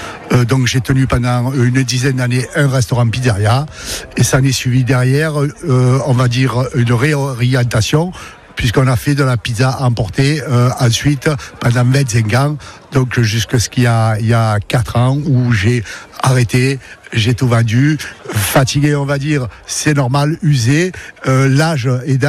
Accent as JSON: {"language": "French", "town": "La Ciotat", "region": "Provence-Alpes-Côte d'Azur", "country": "France", "tie": "born or raised there", "said": "Je suis né à La Ciotat, de famille ciotadienne, surtout du côté de ma grand-mère maternelle, depuis plusieurs générations, apparemment depuis 1870 environ, ce qui est quand même notable, donc je me considère comme un pur produit ciotadien. Ensuite, bon, bien sûr, j'ai grandi ici."}